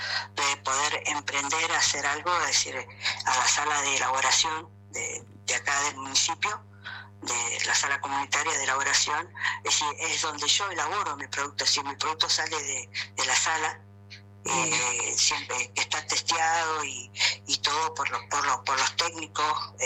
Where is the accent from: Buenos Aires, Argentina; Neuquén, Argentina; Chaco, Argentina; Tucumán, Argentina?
Neuquén, Argentina; Zapala; soy la única de acá, soy la única de Zapala